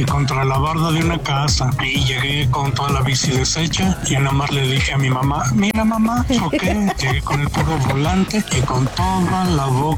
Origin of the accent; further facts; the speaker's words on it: Mexico City, Mexico; born there; moved away; Yo aprendí a andar en bicicleta allá en la Ciudad de México, en una privada donde vivíamos, que era de bajadita, pero era empedrada.